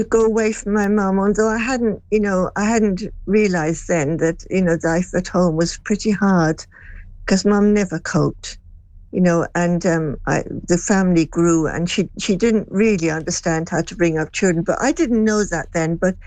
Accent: Limerick, Munster, Ireland; born there; Well, I was born in Limerick.

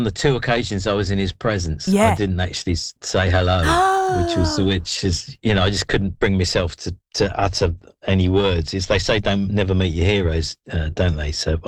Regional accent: Ipswich, East of England, United Kingdom; moved away as an adult; also born or lived in Bristol; I was born in Bristol, but I moved to Ipswich when my family moved to Ipswich when I was 18 months old. So, so I lived there until about the age of 21, I think.

